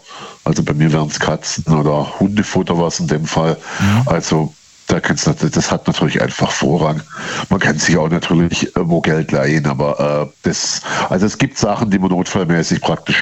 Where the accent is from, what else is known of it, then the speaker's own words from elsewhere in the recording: Baden-Württemberg, Germany; So 40 Kilometer nördlich von Stuttgart, also nördlich Rems-Murr-Kreis, ja.